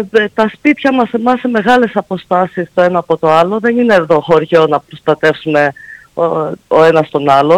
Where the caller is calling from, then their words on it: Heraklion, Crete, Greece; Εμείς πολλοί είμαστε Ηρακλειώτες που φύγαμε από το Ηράκλειο, παρόλο που έχουμε σπίτια στο Ηράκλειο, για να έρθουμε στην εξοχή